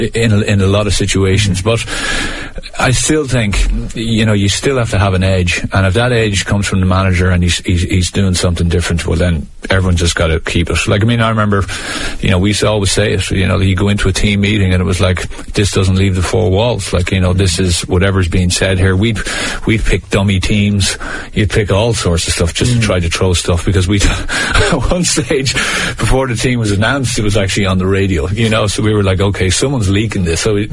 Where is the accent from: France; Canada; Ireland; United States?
Ireland; Meath, Leinster